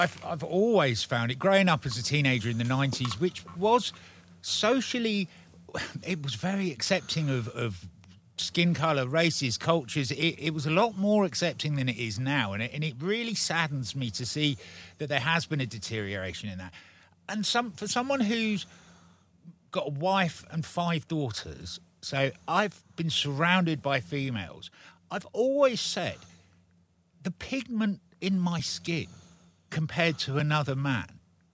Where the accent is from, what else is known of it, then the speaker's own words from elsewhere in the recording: England, United Kingdom; I'm English as well. My dad's Irish. Oh, I have one great-grandparent from England. The rest are from Spain, Portugal, Latvia, Lithuania and Ireland. I'm not very English, but I am.